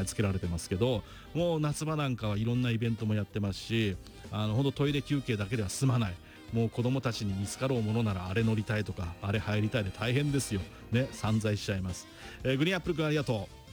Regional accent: Sano, Tochigi, Japan; 実際に私のふるさと佐野駅もマップに含まれていたんで

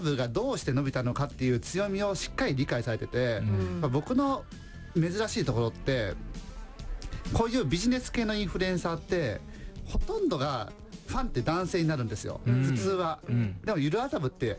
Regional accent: Kansai, Japan; accent: Kansai dialect; now in Tokyo, Japan; 一応関西弁はねネイティブではあるのですけれども、うんね、やっぱり東京に来て喋ることってまあまあないじゃないですか

